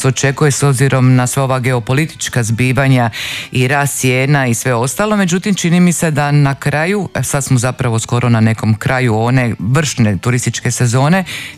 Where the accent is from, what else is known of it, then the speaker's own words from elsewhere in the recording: Croatia; kod nas u Hrvatskoj.